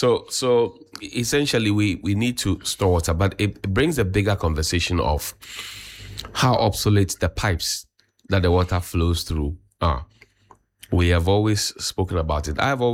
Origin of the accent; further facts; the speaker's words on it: Accra, Greater Accra, Ghana; I grew up in the Kaneshi Estate.